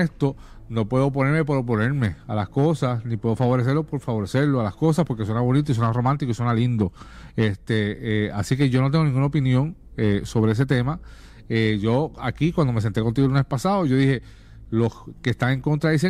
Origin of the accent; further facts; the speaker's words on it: Puerto Rico; Como puertorriqueño no quiero que dañen la tierra.